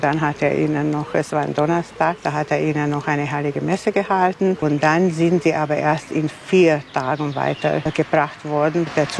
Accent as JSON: {"language": "German", "area": "Liptód", "region": "Baranya", "country": "Hungary", "moved": "yes", "lives_now": "Bóly, Hungary", "said": "Ich stamme aus Liptow, aus Litauen. Ja, ein ganz kleines Dorf in der Pranau, aber nicht weit von hier. Und ich lebe seit Jahrzehnten, seit über 40 Jahren jetzt schon hier in Buhl."}